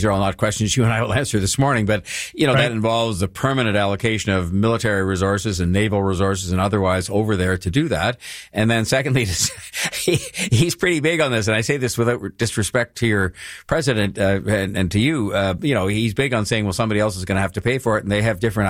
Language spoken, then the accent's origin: English; Canada; I, as a Canadian watching him